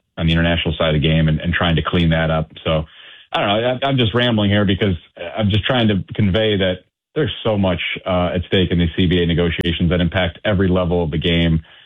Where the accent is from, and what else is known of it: Cleveland, Ohio, United States; born or raised there